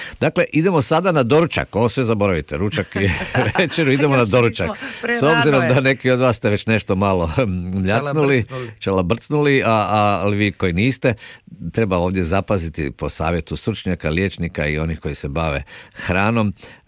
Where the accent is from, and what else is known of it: Croatia